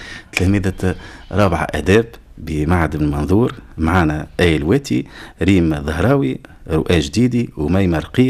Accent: Tunisia

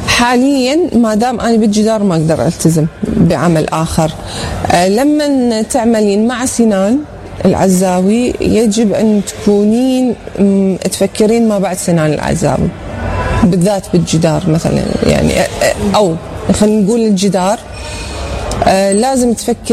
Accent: Iraq

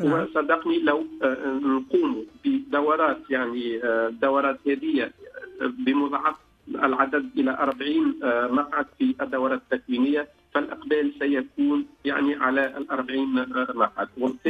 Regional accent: Tunisia; الخطاطين اللي عندنا في تونس

